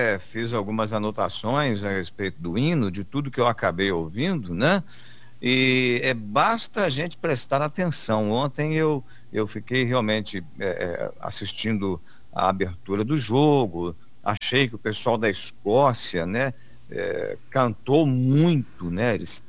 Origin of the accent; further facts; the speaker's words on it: Brazil; como nós brasileiros, brasileiro raiz